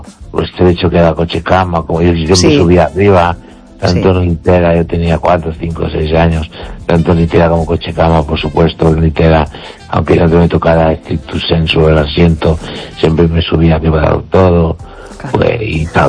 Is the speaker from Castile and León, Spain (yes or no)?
no; Galicia, Spain; Y mi pueblo está a unos 9 kilómetros o 8 de los Peares. En la base de la montaña. Y entonces bajábamos en los Peares.